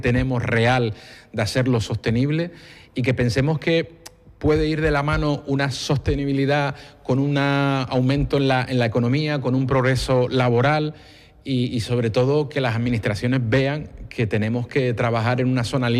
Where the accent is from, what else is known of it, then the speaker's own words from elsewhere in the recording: Canary Islands, Spain; algo que nos rodea a nosotros como canarios